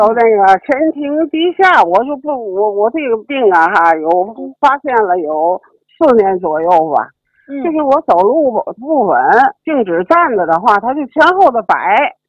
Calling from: Tianjin, China; 我是天津的

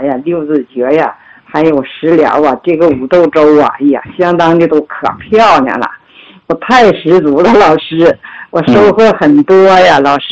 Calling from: Daqing, Heilongjiang, China; 我来自黑龙江大庆市，

